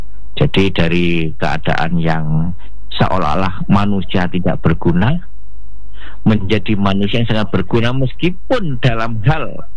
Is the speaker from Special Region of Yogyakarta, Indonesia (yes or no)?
no; Jember, East Java, Indonesia; now in Kediri, Indonesia; saya itu berasal dari Jember, tidak pernah berpikir bisa nyampe di Kediri